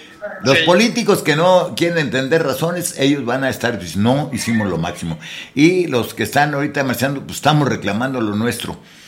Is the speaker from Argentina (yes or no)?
no; Mexico; todo lo que me hace falta como mexicano para tener paz.